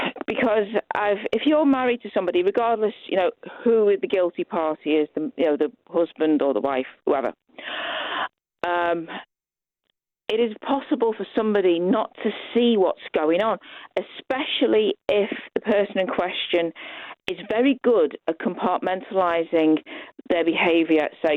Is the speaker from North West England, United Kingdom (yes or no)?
yes; Liverpool, North West England, United Kingdom; I'm from Liverpool and we are a bit suspicious bunch at the best of times.